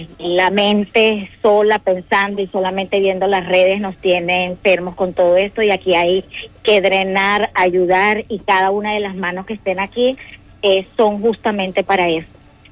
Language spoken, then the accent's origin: Spanish; Puerto Cabello, Carabobo, Venezuela; moved away; en mi pueblo exactamente, no solamente Venezuela, mi patria amada, sino en Puerto Cabello, que es la tierra que me vio nacer y crecí en ella. Allí se movió la tierra, el edificio donde vivía está semidestruido